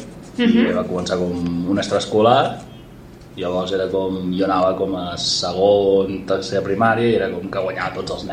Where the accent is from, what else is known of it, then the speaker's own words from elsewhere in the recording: Arenys, Catalonia, Spain; em van apuntar al club del meu poble, Arenys.